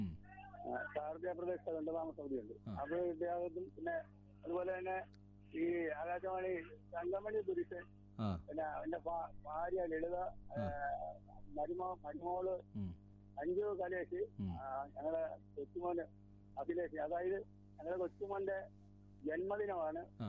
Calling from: Thrikkunnapuzha, Kerala, India; തൃക്കുന്നപ്പുഴ, ആലപ്പുഴയിൽ.

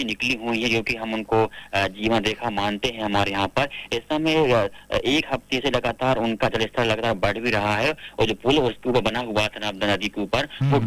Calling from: Narsinghpur, Madhya Pradesh, India

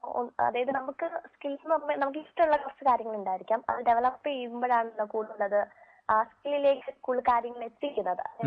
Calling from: Puthur, Kerala, India; ഞാൻ ഇവിടെ കൊല്ലം ജില്ലയിലാണ്, കൊട്ടാരക്കരയ്ക്ക് അടുത്ത് പുത്തൂർ വന്ന

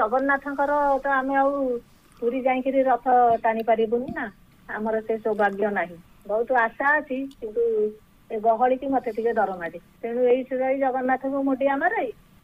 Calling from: Jagatsinghpur, Odisha, India; ନମସ୍କାର, ମୁଁ ଜଗତସିଂହପୁରରୁ

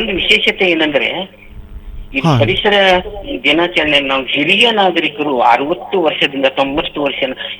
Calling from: Karwar, Karnataka, India

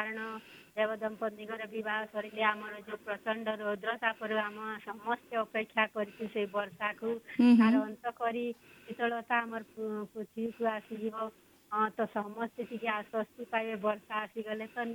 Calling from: Bargarh, Odisha, India

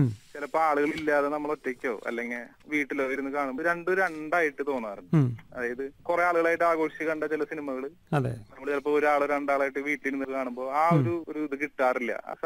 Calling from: Ernakulam, Kerala, India; എറണാകുളത്തുനിന്നാണ്.

